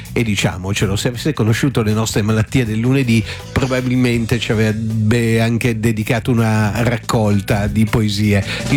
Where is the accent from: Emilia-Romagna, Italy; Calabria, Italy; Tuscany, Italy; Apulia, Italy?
Emilia-Romagna, Italy; dalle nostre parti